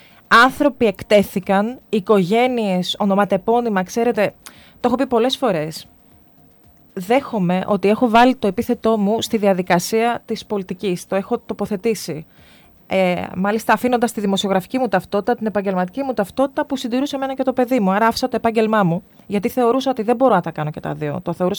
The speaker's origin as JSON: {"language": "Greek", "region": "Eastern Macedonia and Thrace", "country": "Greece", "said": "επειδή εγώ είμαι και από το Βορρά, εγώ είμαι από τον Εύρο, ας το πούμε."}